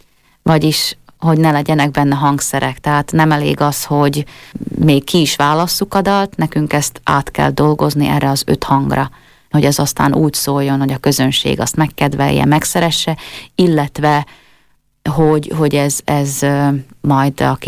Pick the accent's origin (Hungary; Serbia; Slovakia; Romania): Slovakia; Southern Slovakia; jó magam a felvidéki kislány, vagy felvidéki lány vagyok